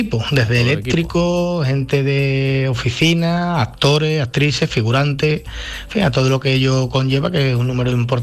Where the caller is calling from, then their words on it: Santiponce, Andalusia, Spain; Nosotros tenemos la oficina aquí en Santiponce, en Hacienda El Alba.